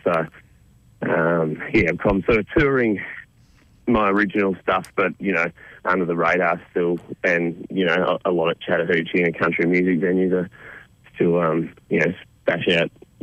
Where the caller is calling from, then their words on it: Cairns, Queensland, Australia; Actually, in Cairns at the moment. I just had a wedding last night. So, yeah, it's one of my muso mates from Melbourne, but I'm living in Brizzy now.